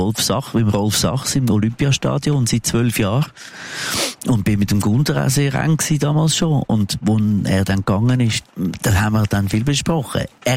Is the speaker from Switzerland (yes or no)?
yes; Zürich, Zurich, Switzerland; accent: Zürich; Meine Wurzeln sind, man gehört es an meiner Schnur an, in der Stadt Zürich. Ursprünglich bin ich Glarner, aber ich bin sehr, sehr lang da.